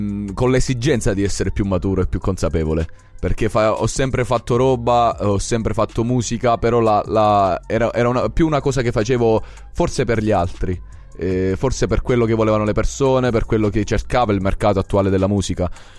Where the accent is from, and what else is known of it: Lagonegro, Basilicata, Italy